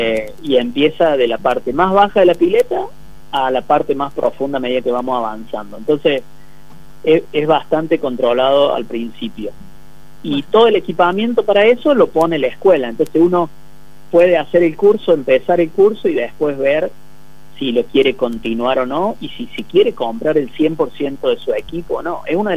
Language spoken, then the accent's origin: Spanish; Córdoba, Argentina; accent: cordobés; No de Córdoba capital, pero soy de un pueblito de Córdoba.